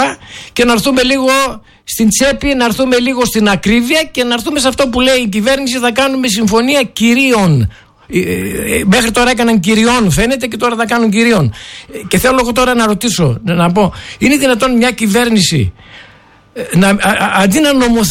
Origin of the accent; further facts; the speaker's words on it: Greece; now in Kalamaria, Greece; και όχι μόνο ως κάτοικος, ως Έλληνας πολίτης